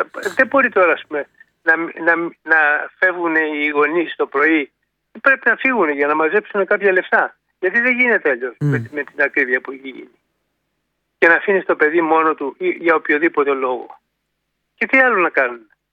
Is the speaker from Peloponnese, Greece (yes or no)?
yes; Gerolimenas, Peloponnese, Greece; now in Piraeus, Greece; Είμαι από τη Μάνη. Ναι. Από το Γερολιμένα, στην Κυβένα.